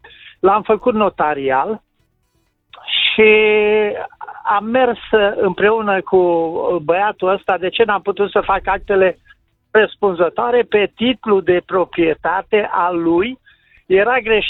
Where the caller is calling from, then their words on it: Cluj-Napoca, Cluj County, Romania; Sunt din Cluj